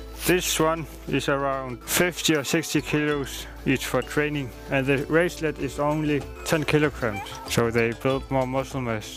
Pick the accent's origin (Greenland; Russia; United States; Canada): Greenland; Sisimiut, Qeqqata; This year, it's here in my hometown, Sisimiut.